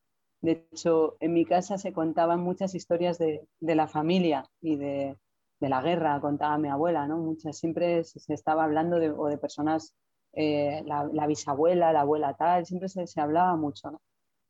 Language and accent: Spanish; Madrid, Community of Madrid, Spain; pero bueno, soy de Madrid, nací en Madrid, y … porque a mis padres les encantaba el mar